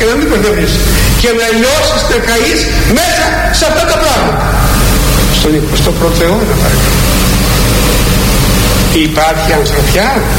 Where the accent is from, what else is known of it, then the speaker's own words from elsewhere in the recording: Greece; είμαστε κι εμείς σαν Έλληνες. Ορθόδοξοι Έλληνες